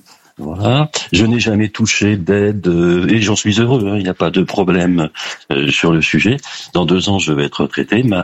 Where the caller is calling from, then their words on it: Clermont-Ferrand, Auvergne-Rhône-Alpes, France; Clermont-Ferrand.